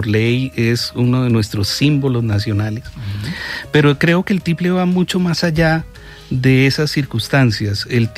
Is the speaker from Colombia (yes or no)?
yes; Colombia; lo que somos nosotros como colombianos